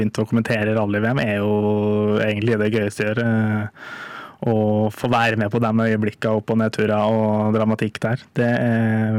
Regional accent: Molde, Møre og Romsdal, Norway; jeg vet ikke om det er fordi jeg er fra Molde, eller hva det er, men så det var, for der er det null bilsport

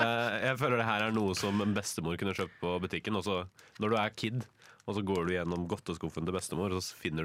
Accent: Fredrikstad, Østfold, Norway; Jeg er fra Fredrikstad.

